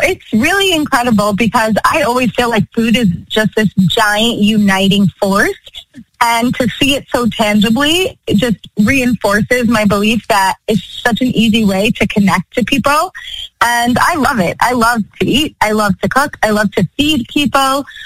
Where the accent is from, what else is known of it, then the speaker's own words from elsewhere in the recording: Five Towns, New York, United States; being that I grew up in the Five Towns, you know, and spent my childhood shopping gourmet glass and then moved here